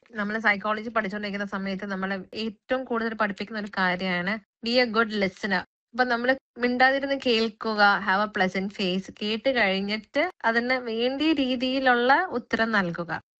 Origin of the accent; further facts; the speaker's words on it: Ernakulam, Kerala, India; എറണാകുളം സ്വദേശിയാണ്.